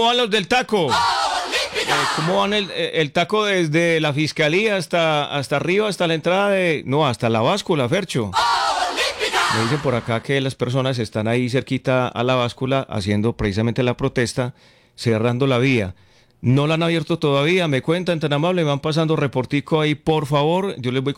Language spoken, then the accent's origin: Spanish; Concordia, Antioquia, Colombia; born there; yo felicito a la alcaldesa de mi pueblo de Concordia